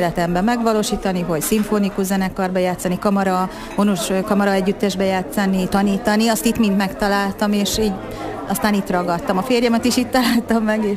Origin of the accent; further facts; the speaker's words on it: Kecskemét, Bács-Kiskun, Hungary; now in Miskolc, Hungary; mert én Kecskemétre való vagyok. Tehát ott születtem, ott végeztem a középiskolát, aztán fölkerültem ide Miskolcra a főiskolára